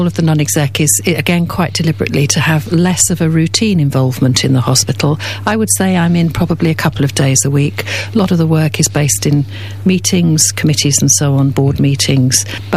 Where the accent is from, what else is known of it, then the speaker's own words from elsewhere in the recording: South East England, United Kingdom; born there; also born or lived in Liverpool; now in Minchinhampton, United Kingdom; My family is from the Northwest. My father's from Liverpool, my mother from St. Helens. I was born in Liverpool in the very early 60s. I didn't spend a great deal of time there because my parents moved to the southeast in the mid-60s.